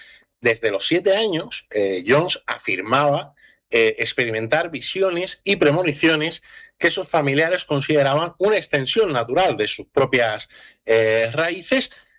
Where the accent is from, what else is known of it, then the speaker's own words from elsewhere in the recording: Almería, Andalusia, Spain; aunque yo como buen mediterráneo y almeriense, para mí el solsticio es San Juan, punto.